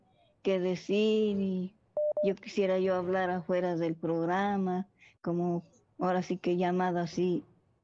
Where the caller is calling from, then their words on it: Hidalgo, Mexico; soy de aquí, de Hidalgo. De Hidalgo soy.